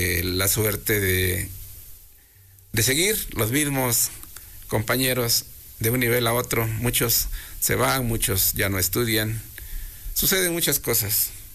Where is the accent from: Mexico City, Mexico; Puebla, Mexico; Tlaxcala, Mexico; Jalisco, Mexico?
Puebla, Mexico; Izúcar de Matamoros; también traen muchos recuerdos maravillosos para los que somos de aquí de Izúcar